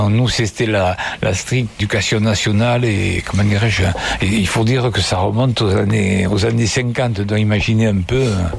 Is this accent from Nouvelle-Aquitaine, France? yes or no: no; Saint-Rome-de-Tarn, Occitanie, France; born there; moved away as an adult; also born or lived in Saint-Affrique / Rodez / Alpes-Maritimes; j'ai connu Saint-Rome, j'avais 6 ans, c'était en 1950, donc j'ai fait ma scolarité ici à Saint-Rome, puis à Sainte-Afrique et à Rhodes, puis comment dirais-je, le travail m'a amené sur la côte d'Azur, dans les Alpes-Maritimes, ce n'est qu'à la retraite que j'ai retrouvé Saint-Rome en 1982